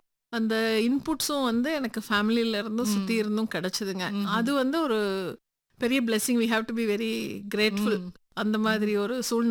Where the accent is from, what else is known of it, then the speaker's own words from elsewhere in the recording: Coimbatore, Tamil Nadu, India; கோயம்புத்தூர் தாங்க என்னோட பூர்வீகம். எல்லாமே நான் பிறந்தது வளர்ந்தது படிச்சது எல்லாமே இங்க தான்.